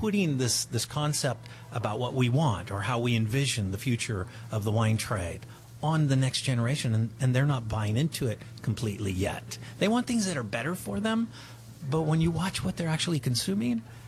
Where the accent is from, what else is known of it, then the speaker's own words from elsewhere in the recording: Los Angeles, California, United States; also born or lived in Cucamonga Valley, Ontario, California; Well, coming out of Southern California in the Los Angeles area, I grew up in the Hollywood, L.A. area.